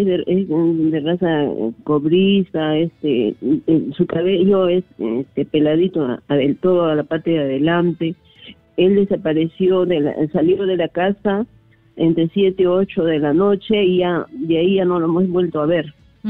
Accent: Lima, Peru; also born or lived in Puno; Nosotros somos de Puno, pero hemos radicado ya desde pequeños acá en Lima.

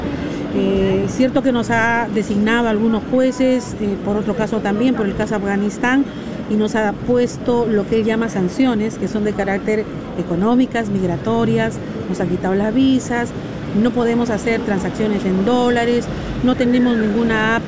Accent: Trujillo, La Libertad, Peru; Yo soy trujillana y hemos coincidido en el mismo tiempo, en los años 90

